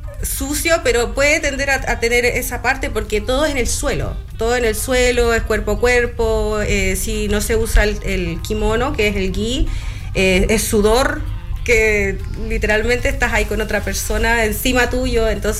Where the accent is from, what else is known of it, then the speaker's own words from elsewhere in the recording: Chile; moved away as an adult; also born or lived in United States; mi vida acá en Chile. Y a mí me gustan las cosas con balance, porque yo soy chilena.